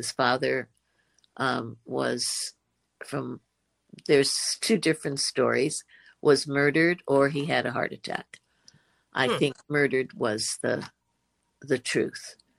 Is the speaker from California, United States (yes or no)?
yes; Los Angeles, California, United States; And I told him I was from L.A.